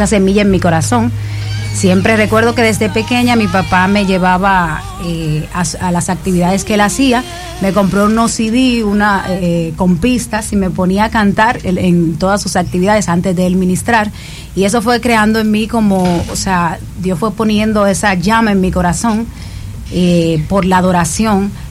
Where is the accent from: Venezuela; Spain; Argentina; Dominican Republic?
Dominican Republic; La Romana; Claro que sí, sí, soy de aquí, de La Romana. Villahermosa, nací en Villahermosa.